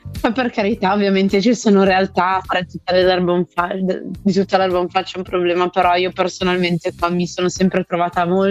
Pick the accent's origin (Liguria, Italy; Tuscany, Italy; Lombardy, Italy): Lombardy, Italy; Milan; moved away as an adult; now in Scotland, United Kingdom; Io sono di Milano.